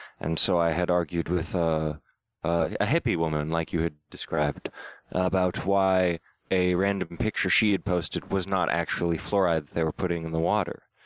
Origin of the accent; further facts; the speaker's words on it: San Marcos, California, United States; Where I grew up in San Marcos, California